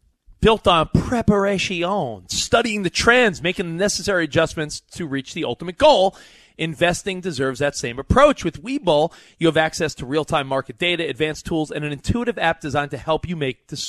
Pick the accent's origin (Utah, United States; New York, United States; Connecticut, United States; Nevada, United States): New York, United States; I'm from New York.